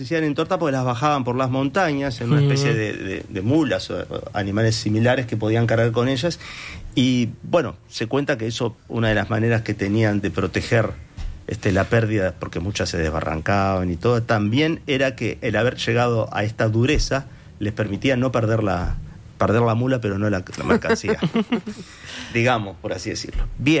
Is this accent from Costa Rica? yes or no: no; Uruguay; nosotros como uruguayos